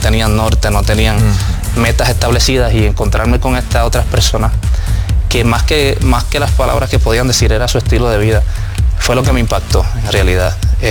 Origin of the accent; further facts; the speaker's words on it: Puerto Rico; Yo acepté a Jesús como a los 19 años aproximadamente, en obviamente la isla donde soy natal, de Puerto Rico.